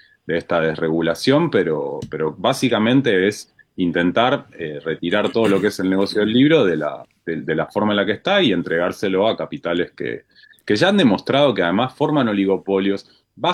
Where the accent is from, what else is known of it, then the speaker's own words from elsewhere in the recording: Argentina; creo que como argentinos sí lo entendemos